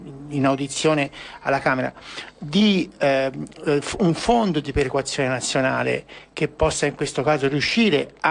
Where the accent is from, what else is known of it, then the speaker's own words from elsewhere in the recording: Tuscany, Italy; io sono toscano